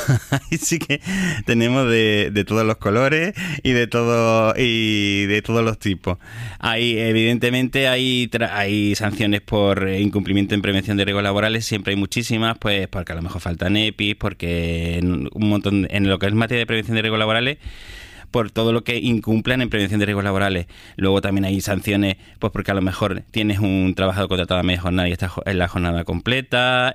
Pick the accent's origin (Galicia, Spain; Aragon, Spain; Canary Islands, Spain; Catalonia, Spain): Canary Islands, Spain; Yo no sé, porque no solo somos Canarias